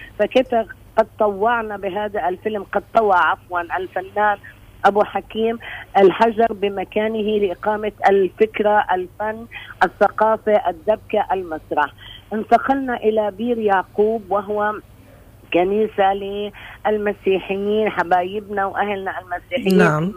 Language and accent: Arabic; Palestine; ونحن بفلسطين